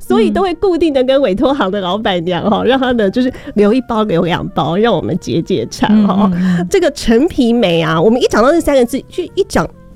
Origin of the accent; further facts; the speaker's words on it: Keelung, Taiwan; 因为我家乡是基隆嘛，我们靠海边，所以啊在我很小的那个时候啊